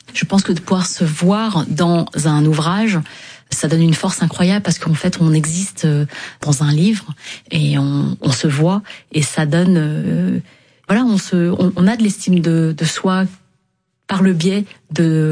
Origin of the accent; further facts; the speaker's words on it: France; born there; que nos parents sont nés au Vietnam ou ailleurs, que nous on est nés en France, on envie cette vietnamité